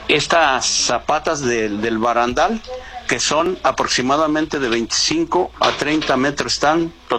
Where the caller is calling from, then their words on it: Tula de Allende, Hidalgo, Mexico; guía turístico aquí en la región.